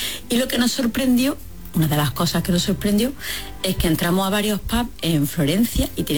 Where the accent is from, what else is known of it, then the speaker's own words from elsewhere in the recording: Granada, Andalusia, Spain; nosotros que venimos de Granada, que las tapas son gratis